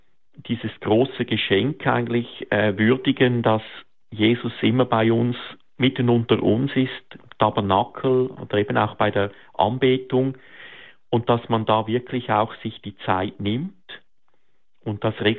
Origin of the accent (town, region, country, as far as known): Rapperswil-Jona, St. Gallen, Switzerland; born or raised there; moved away